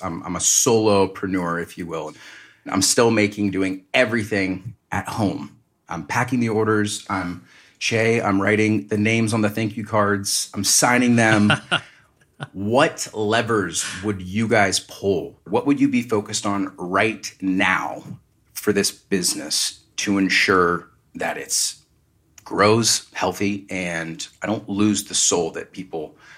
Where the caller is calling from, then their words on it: Cardiff by the Sea, California, United States; I am calling from Cardiff by the Sea, California. It's a small little beach town here in North County, San Diego.